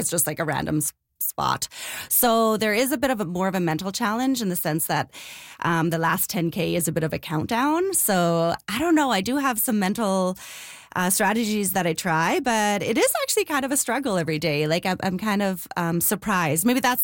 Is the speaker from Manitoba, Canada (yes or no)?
yes; Flin Flon, Manitoba, Canada; born there; I was born in Flin Flon.